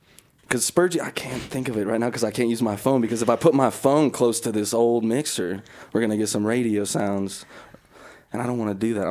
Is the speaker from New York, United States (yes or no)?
no; Sun Valley, Idaho, United States; the valley I grew up in Sun Valley